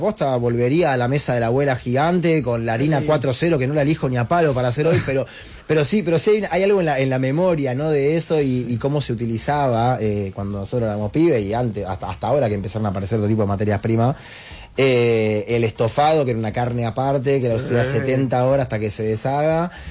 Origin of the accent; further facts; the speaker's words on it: Litoral, Argentina; Yo soy del litoral.